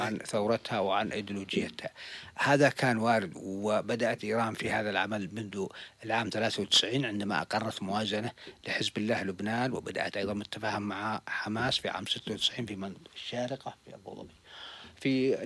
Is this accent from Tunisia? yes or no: no; Yemen; نحن وجها لوجه مع إيران كيمنيين.